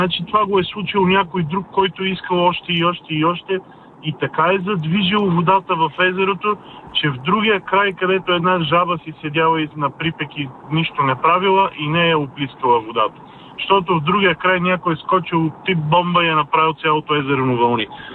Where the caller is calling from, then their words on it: Sofia, Sofia City, Bulgaria; съм от София.